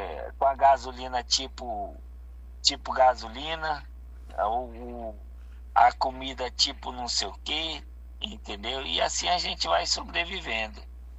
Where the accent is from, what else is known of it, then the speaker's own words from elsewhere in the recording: Presidente Figueiredo, Amazonas, Brazil; como eu sou de Presidente Figueiredo, eu tenho um monte de parente